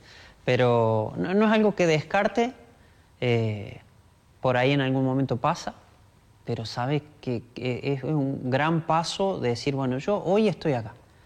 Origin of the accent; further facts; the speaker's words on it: Argentina; Bueno, gracias a Dios, somos argentinos y hay muchos jugadores buenos.